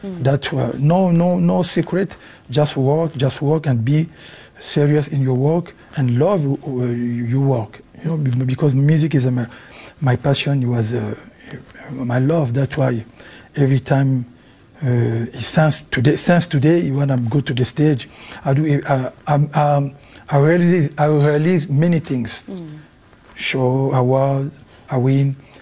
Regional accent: Kinshasa, DR Congo; English is a second language; moved away as an adult; also born or lived in Paris, France; I was because I grew up in Kinshasa, and I go to the Paris when I was used to be a little bit, you know, like 19, 20. So I have both culture, you know, Congolese culture and Rumba music.

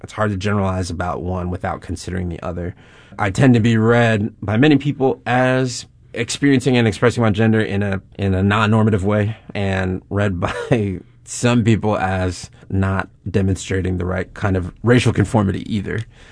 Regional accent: St. Louis, Missouri, United States; born or raised there

